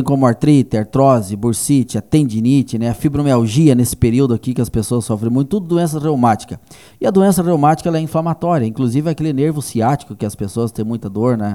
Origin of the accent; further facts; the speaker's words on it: Porto Alegre, Rio Grande do Sul, Brazil; É, mas eu sou gaúcho, viu, Silvio?